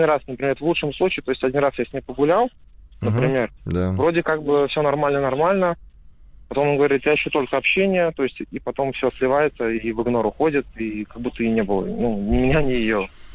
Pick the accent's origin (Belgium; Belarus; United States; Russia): Russia; Sochi, Krasnodar Krai; 26 лет, вот я из Сочи